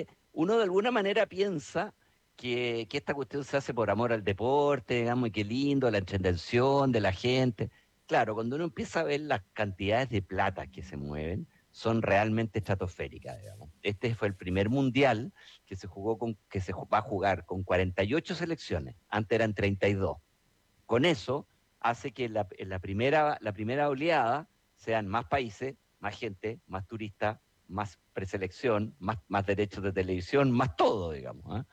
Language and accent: Spanish; Chile; nosotros como chilenos de fútbol no podemos decir que la gente es mala